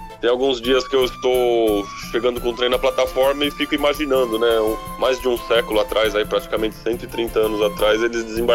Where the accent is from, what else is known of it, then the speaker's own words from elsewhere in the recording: São Paulo, Brazil; Nasci aqui mesmo em São Paulo, já estou com meus 25 anos e sou da Vila Mariana, Praça da Árvore. Sempre morei por ali.